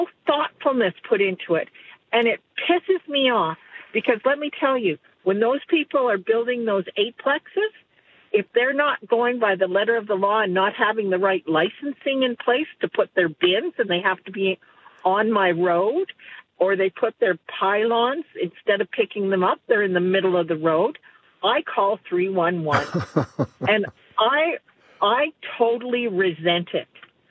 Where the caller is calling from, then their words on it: Calgary, Alberta, Canada; I've lived in Calgary in the same house for 40 years. I'm in a neighborhood that was built in 1960.